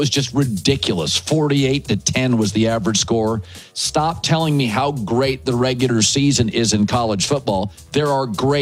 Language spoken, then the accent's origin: English; West Coast, United States; so I grew up in the West Coast. So I grew up as a Pac-12 fan.